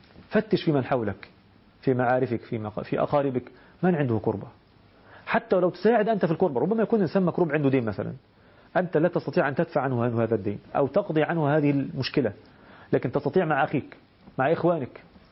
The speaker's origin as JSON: {"language": "Arabic", "country": "Egypt", "said": "احنا بنسميه عندنا في مصر"}